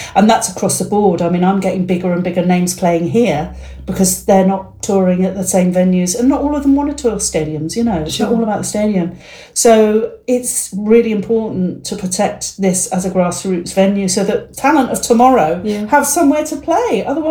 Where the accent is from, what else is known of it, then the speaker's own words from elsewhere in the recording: Twickenham, London, United Kingdom; also born or lived in Teddington / Peckham; I'm from here. I was born in Teddington, raised in Twickenham. But I've spent a bit of time away, ended up in Peckham, which I love.